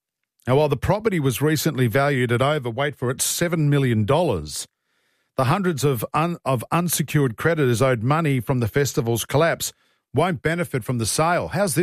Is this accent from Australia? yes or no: yes; Australia; as Australian taxpayers